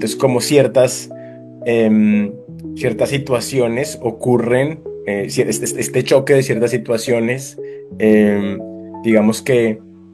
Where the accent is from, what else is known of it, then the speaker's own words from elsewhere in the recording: Colombia; también como colombiano, como reportero colombiano